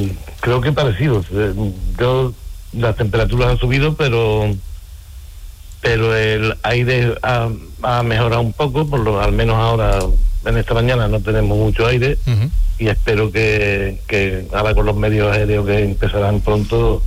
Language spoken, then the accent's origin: Spanish; Villanueva de las Cruces, Andalusia, Spain; la noche ha estado más tranquila en la parte de que concierne a mi pueblo, Villanueva de las Cruces